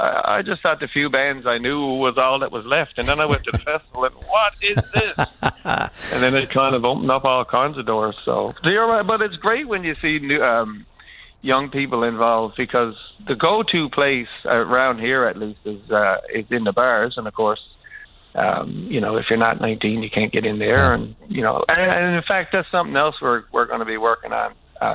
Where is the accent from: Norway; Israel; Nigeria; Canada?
Canada; Mount Pearl, Newfoundland and Labrador; I grew up in Mount Pearl, I just assumed, because I wasn't in town when the folk festival was on the go here. I used to spend my summers out in Terra Nova